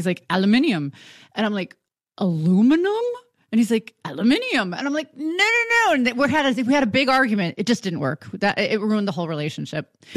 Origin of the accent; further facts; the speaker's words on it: Buffalo, New York, United States; accent: Buffalo; my accent from Buffalo